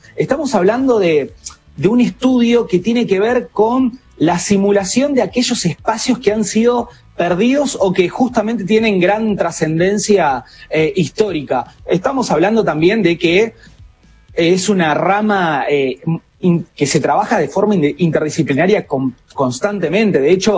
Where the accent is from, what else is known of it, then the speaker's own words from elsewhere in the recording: Santa Fe, Argentina; yo como santafesino